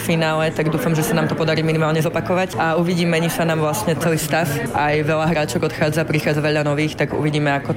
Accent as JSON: {"language": "Slovak", "town": "Snina", "region": "Prešov Region", "country": "Slovakia", "tie": "born or raised there", "moved": "as an adult", "lives_now": "Paris, France", "said": "Pochádzam z malého mesta Snina"}